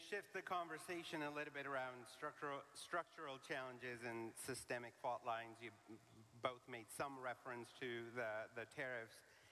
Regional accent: Canada; I'm a Canadian too, by the way.

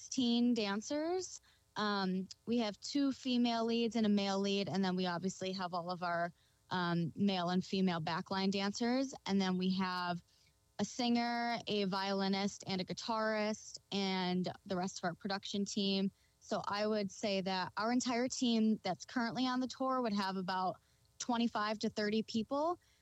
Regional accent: Buffalo, New York, United States; I actually came and watched the show when it came to Buffalo, my hometown, a couple years ago.

